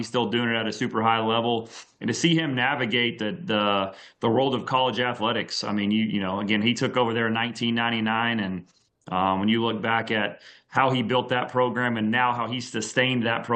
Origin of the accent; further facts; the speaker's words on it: Lubbock, Texas, United States; also born or lived in Abilene, Texas; Yeah, so I was born in Abilene, Texas, but I really grew up in Lubbock.